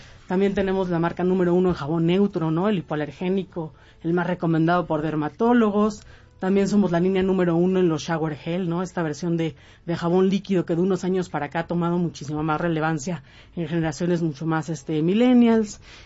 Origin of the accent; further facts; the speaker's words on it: Mexico; Un orgullo como mexicano